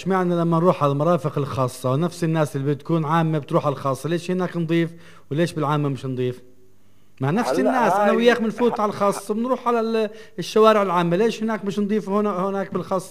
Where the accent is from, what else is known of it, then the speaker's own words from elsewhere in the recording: Nablus, West Bank, Palestine; الكثافه السكانيه كثرت عندنا بنابلس